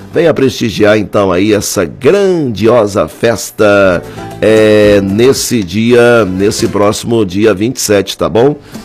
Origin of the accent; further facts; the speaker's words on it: Paraíso do Tocantins, Tocantins, Brazil; lá na cidade de Paraíso do Tocantins, minha cidade natal, Paraíso